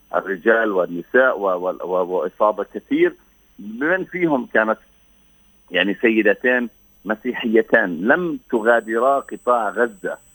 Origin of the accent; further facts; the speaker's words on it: Palestine; نحن كفلسطينيين